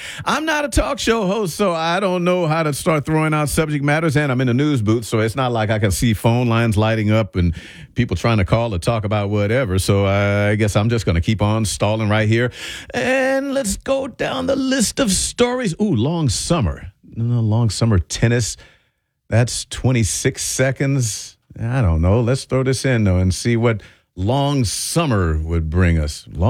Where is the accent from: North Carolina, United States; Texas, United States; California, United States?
Texas, United States; Houston; now in New Jersey, United States; I'm originally from Houston, Texas, where Whataburgers rule.